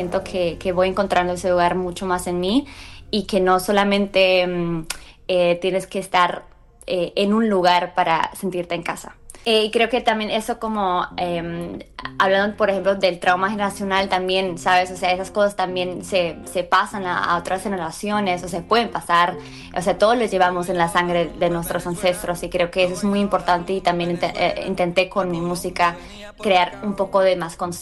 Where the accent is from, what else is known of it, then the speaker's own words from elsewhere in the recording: Colombia; also born or lived in Germany; como soy colombo alemana, he crecido en distintos también países, con distintas lenguas.